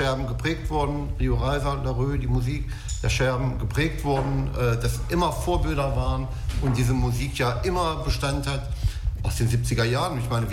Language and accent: German; Thuringia, Germany; born there; Ich bin gebürtig aus Thüringen